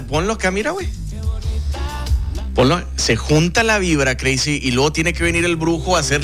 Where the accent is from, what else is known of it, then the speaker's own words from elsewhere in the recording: Mexico; somos tantos los mexicanos pesimistas